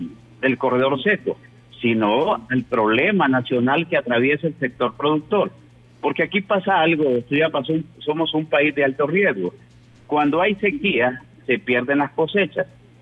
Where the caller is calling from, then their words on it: Comayagua, Honduras; yo soy de Comayagua.